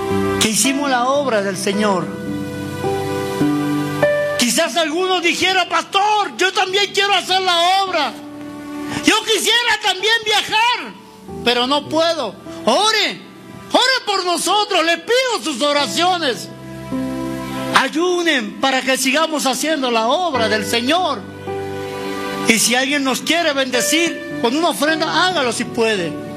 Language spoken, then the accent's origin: Spanish; Argentina; moved away as an adult; also born or lived in Colombia; now in Santa Cruz de la Sierra, Bolivia; Mis hijos nacieron en Colombia. Yo soy argentino. He dejado mi tierra, mi familia, mi gente. ¿Y sabe dónde estamos pastoreando ahora? En Santa Cruz de la Sierra, Bolivia.